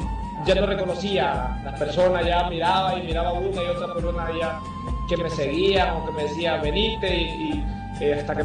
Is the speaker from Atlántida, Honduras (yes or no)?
no; Puerto Cortés, Cortés, Honduras; Vengo de Puerto Cortés.